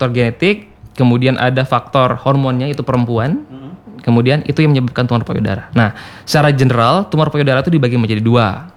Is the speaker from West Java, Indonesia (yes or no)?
no; Bali, Indonesia; moved away as an adult; also born or lived in Denpasar; now in Labuan Bajo, Indonesia; Saya orang Bali aslinya.